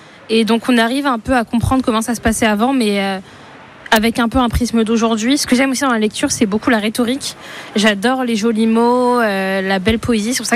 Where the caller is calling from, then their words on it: Tours, Centre-Val de Loire, France; je viens de Tours.